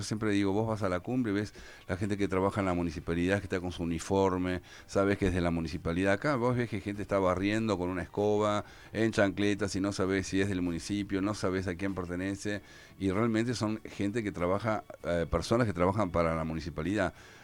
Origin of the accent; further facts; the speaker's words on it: Argentina; Somos argentinos que vivimos en esta ciudad